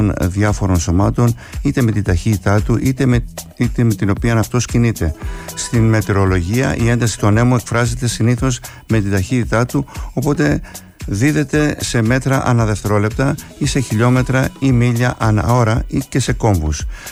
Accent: Kasos, South Aegean, Greece; Εγώ επειδή είμαι από την Κάσου και επειδή έχουμε και εκεί ναυτική παράδοση

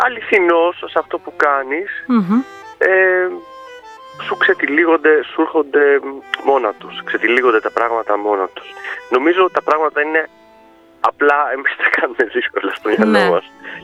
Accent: Volos, Thessaly, Greece; also born or lived in South Pelion; now in Athens, Greece; Ακριβώς, γεννήθηκα στο Βόλο, στη Νέα Ιωνία, με καταγωγή από το Πήλιο, από το Νότιο Πήλιο.

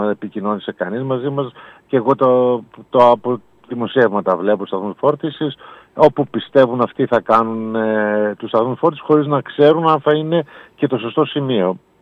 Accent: Greece; σαν Έλληνες σε αυτή τη χώρα.

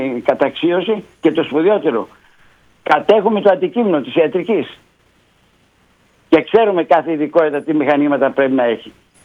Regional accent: Preveza, Epirus, Greece; όταν είμαι εγώ από την Πρέβεζα 16 χρόνια πρόεδρος στον τομέα ηθικής και διοντολογίας

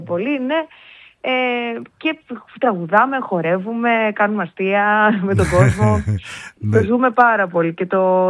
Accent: Ikaria, North Aegean, Greece; εγώ είμαι από την Ικαρία

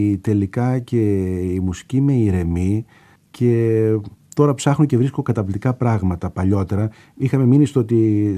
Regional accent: Thessaloniki, Central Macedonia, Greece

